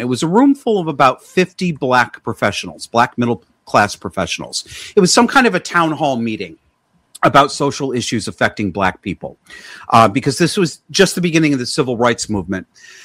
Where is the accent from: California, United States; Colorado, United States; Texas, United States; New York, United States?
New York, United States; accent: upstate New York twang; I deliberately changed my accent and got rid of the upstate New York twang. Sometimes it comes out a little bit, but this used to be normal.